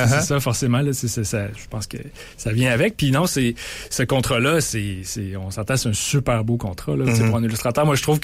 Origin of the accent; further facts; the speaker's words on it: Sainte-Brigitte-de-Laval, Quebec, Canada; now in Quebec City, Canada; j'ai grandi pas loin d'ici, à Sainte-Brigitte-de-Laval. Mm-hmm. Tu sais, vraiment dans un milieu naturel. Il y avait la rivière derrière chez nous, la forêt devant